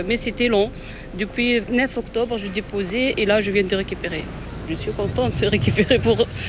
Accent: Tunisia; now in France; Je suis tunisienne, oui.

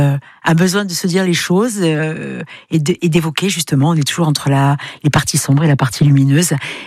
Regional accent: Corsica, France; chez nous en Corse

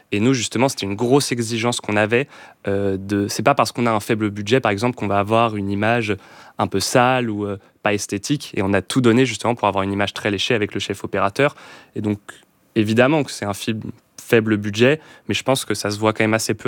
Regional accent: Nantes, Pays de la Loire, France; Bah alors nous, on vient de Nantes et depuis toujours, on est très attaché à la Bretagne en fait. Nantes n'est pas en Bretagne, mais nos familles, on a nos grands-parents tous les deux en Bretagne, dans le nord et le sud.

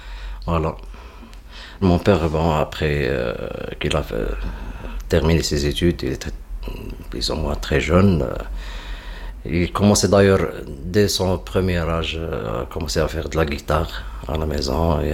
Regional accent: Tlemcen, Tlemcen Province, Algeria; bien sûr. Voilà. Marhaba bik. Là, actuellement, on est à Tlemcen, ma ville natale, celle de mon père et des grands-pères. Tlemcen, voilà, c'est la frontière du Maroc.

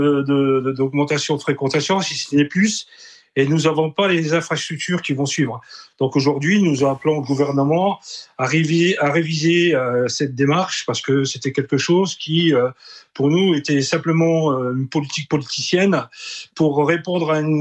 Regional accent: Grand Est, France; parce que moi, je suis de la Lorraine, il n'y a pas beaucoup plus de fréquentation.

